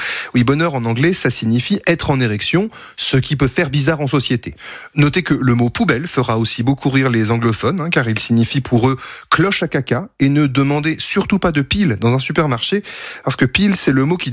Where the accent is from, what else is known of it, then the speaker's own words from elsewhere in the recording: France; je suis français